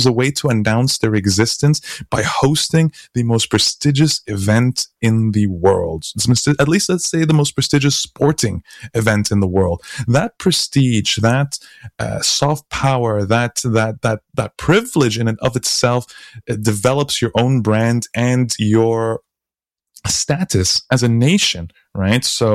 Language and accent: English; Bahrain; I grew up in the Gulf. I spent 10 years in Bahrain.